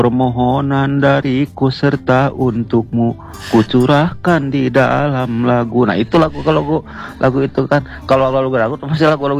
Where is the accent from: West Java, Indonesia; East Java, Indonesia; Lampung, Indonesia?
West Java, Indonesia; saya orang Sunda